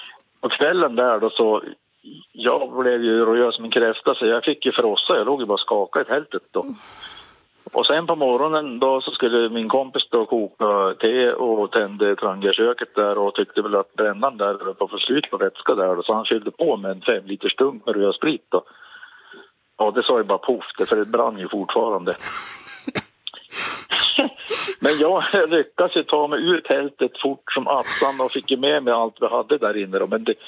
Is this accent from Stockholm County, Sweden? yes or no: no; Jämtland County, Sweden; ja men solen här är väl ungefär som hemma i Jämtland